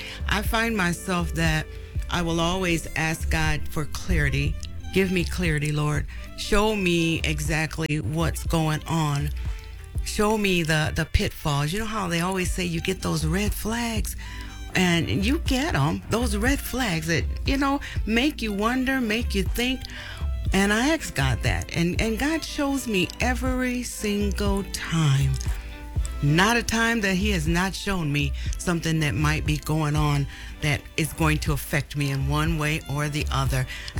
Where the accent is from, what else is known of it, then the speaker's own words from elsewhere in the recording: Bald Knob, Arkansas, United States; also born or lived in Little Rock, Arkansas; I was born in Little Rock, Arkansas. Grew up in Bald Knob, Arkansas, which is not very far from Little Rock.